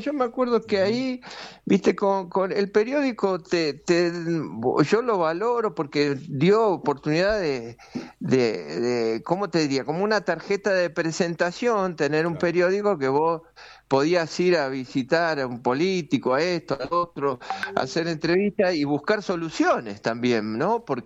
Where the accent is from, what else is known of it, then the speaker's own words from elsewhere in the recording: Buenos Aires, Argentina; moved away as an adult; also born or lived in Misiones; siendo un porteño